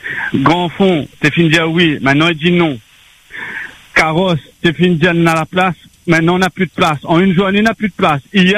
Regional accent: Saint-Paul, Réunion; moi, je suis natif de Boucan.

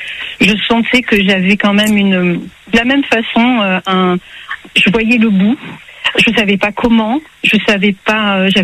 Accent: Grand Est, France; Moi, je suis originaire d'Alsace, mais c'est un département qui a vraiment sa couleur, sa typicité, qui est très beau.

